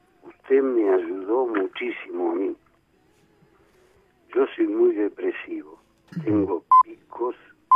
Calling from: Lanús, Buenos Aires Province, Argentina; De Lanús.

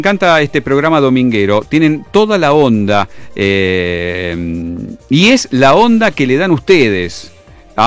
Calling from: San Justo, Buenos Aires Province, Argentina; de San Justo, La Matanza

